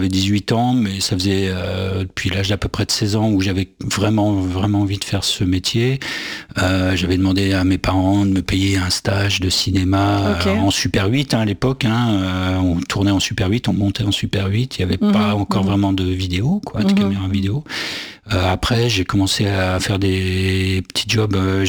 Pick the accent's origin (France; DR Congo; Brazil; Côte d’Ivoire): France; Saint-Étienne, Auvergne-Rhône-Alpes